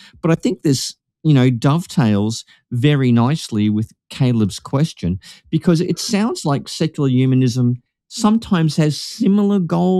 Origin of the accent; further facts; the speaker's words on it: Melbourne, Victoria, Australia; from Melbourne, Australia, joined by...